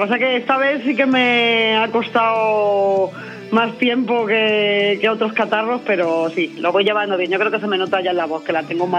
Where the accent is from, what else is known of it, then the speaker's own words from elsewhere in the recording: Madrid, Community of Madrid, Spain; Yo soy madrileña de pura cepa